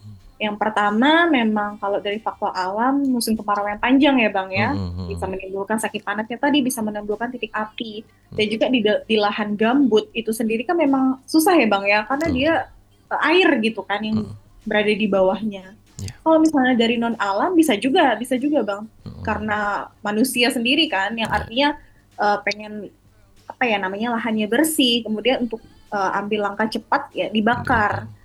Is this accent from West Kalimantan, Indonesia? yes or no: yes; Sanggau, West Kalimantan, Indonesia; Saya asli Sanggau